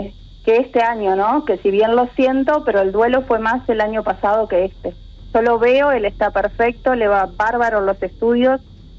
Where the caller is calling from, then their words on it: Maldonado, Uruguay; Y yo vivo en Maldonado.